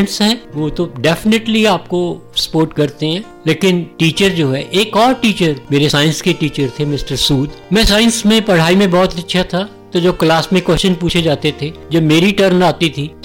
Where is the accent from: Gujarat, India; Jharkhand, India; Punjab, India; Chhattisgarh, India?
Punjab, India; Patiala; born there; मेरे father army में doctor थे, पटियाला पंजाब में मेरा बर्थ प्लेस है और वहीं से मेरी एजुकेशन शुरू हुई।